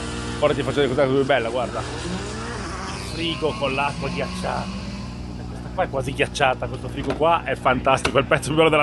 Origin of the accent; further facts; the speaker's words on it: Liguria, Italy; Noi che siamo liguri ci guardiamo, sì, poi voglio dire, i soldi sono soldi